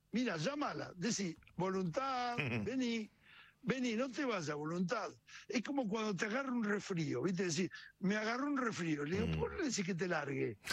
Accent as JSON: {"language": "Spanish", "town": "Mataderos", "region": "Buenos Aires", "country": "Argentina", "tie": "born there", "said": "Yo nací en Mataderos, de unos padres trabajadores, peronistas."}